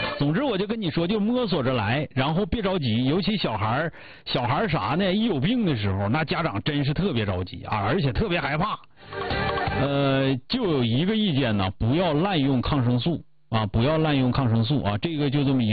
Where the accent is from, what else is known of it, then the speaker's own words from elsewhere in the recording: Northeast China, China; 反正我看着是咱们东北人，反正都粗了点，不像人家那么细致啊